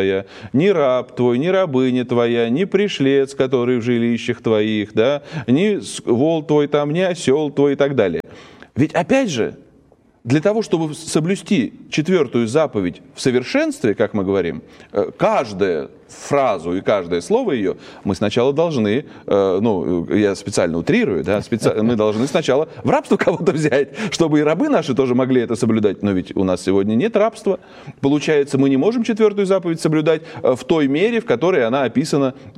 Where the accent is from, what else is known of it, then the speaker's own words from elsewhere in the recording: Russia; born there; Мы родились в России, Бог даст в России и помрем.